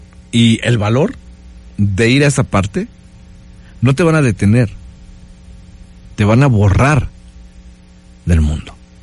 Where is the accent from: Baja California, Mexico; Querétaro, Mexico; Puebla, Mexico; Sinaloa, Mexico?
Puebla, Mexico; Aquí de Puebla, hombre. Soy aquí de Puebla. Ya saben, ¿no? Poblano, al 100%. Soy poblano.